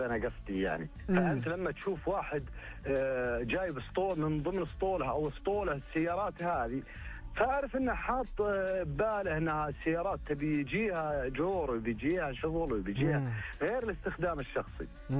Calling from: Saudi Arabia; عندنا في السعودية

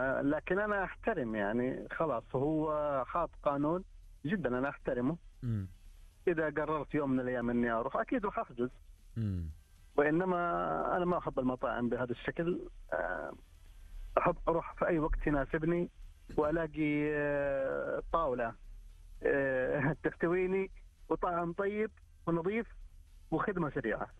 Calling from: Jeddah, Makkah Province, Saudi Arabia

